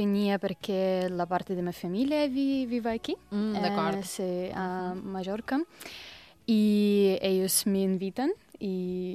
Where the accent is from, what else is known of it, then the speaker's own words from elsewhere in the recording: Russia; Catalan is a second language; moved away as an adult; now in Spain; soc de Rússia